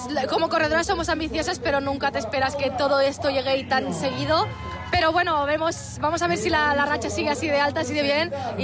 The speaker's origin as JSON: {"language": "Spanish", "country": "Spain", "said": "somos españolas"}